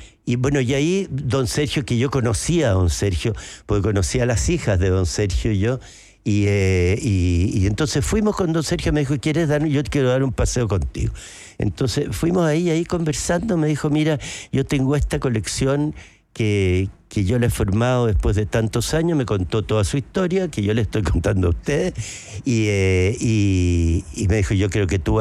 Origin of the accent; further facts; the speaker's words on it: Chile; Todos somos indígenas los chilenos, somos todos, tenemos sangre indígena. Yo me hice el examen de ADN, qué sé yo, y tengo un 20% más o menos de sangre.